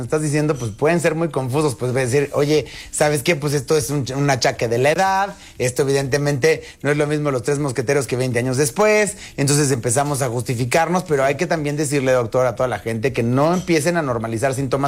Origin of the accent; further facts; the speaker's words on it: Mexico; nosotros como mexicanos